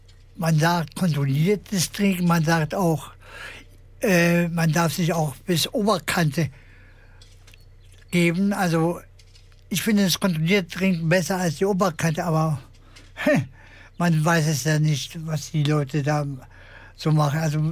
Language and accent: German; Berlin, Germany; moved away; also born or lived in Hanover; Ich bin 1980 nach Niedersachsen gezogen.